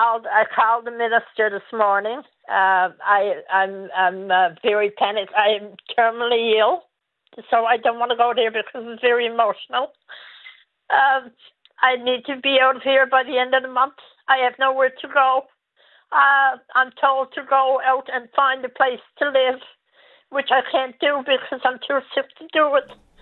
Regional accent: Ontario, Canada; the reason why I was treated the way I was treated is because I came from Ontario

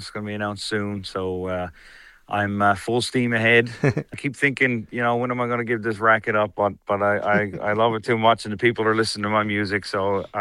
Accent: Conception Bay South, Newfoundland and Labrador, Canada; I'm obviously a big supporter of my hometown and where I live.

